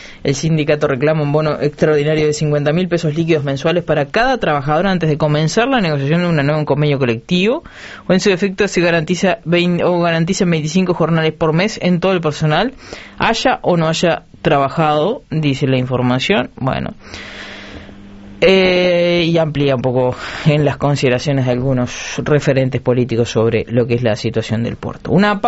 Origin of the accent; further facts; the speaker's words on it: Uruguay; somos uruguayos.